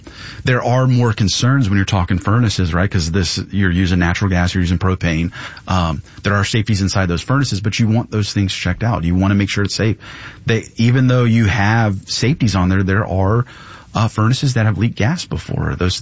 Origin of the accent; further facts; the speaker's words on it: Florida, United States; moved away; I told you guys earlier that I'm from Florida. When I moved up here